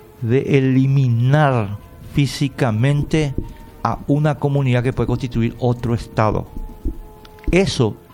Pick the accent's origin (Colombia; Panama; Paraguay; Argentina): Paraguay